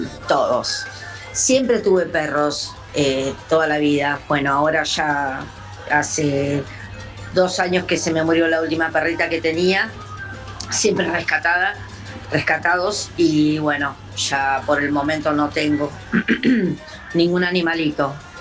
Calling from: Villa Luzuriaga, Buenos Aires Province, Argentina; soy de Villa Luzuriaga.

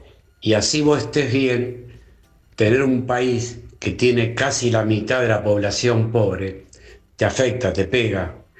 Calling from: San Justo, Buenos Aires Province, Argentina; de San Justo.

